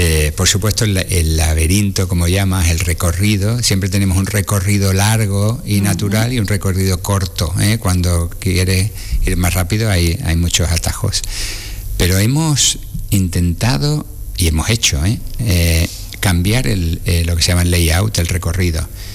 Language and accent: Spanish; Cádiz, Andalusia, Spain; mis valores como gaditano y andaluz